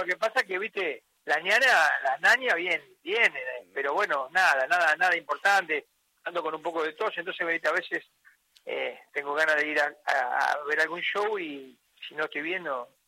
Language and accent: Spanish; Argentina; Pero bueno, yo como argentino estoy agradecido